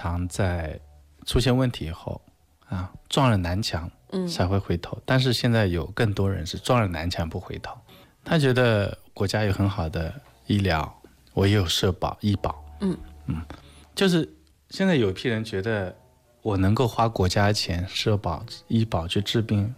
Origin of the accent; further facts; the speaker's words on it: China; 我们中国人